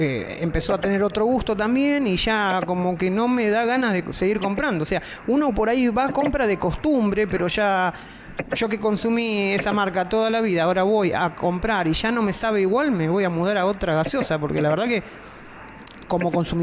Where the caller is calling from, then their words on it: Marcos Paz, Buenos Aires Province, Argentina; Yo me comunico de Marcos Paz, provincia de Buenos Aires.